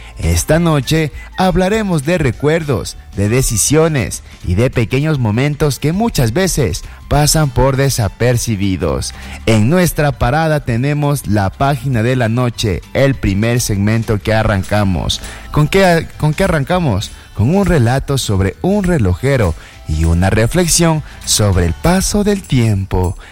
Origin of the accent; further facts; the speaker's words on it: Ecuador; No sé cómo, Ecuador siempre en los últimos momentos, como buen ecuatoriano, saca toda la garra adelante.